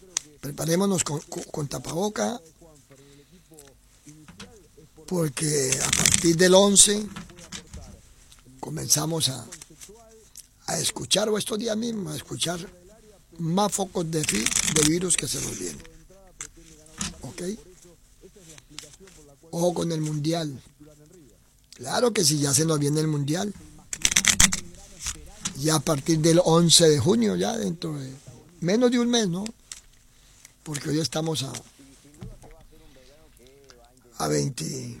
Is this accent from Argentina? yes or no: no; Nicaragua; moved away; Tengo cédula de residente todavía como nicaragüense, como nica.